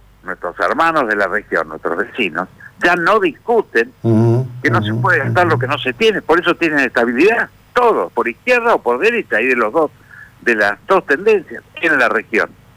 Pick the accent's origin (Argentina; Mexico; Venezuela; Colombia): Argentina